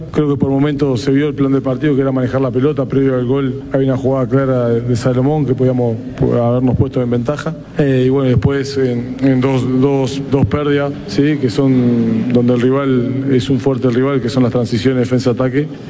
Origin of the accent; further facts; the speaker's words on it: Uruguay; somos uruguayos